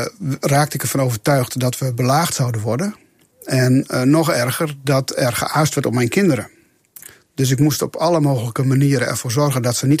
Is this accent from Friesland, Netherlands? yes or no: yes; Friesland, Netherlands; Ik ben Fries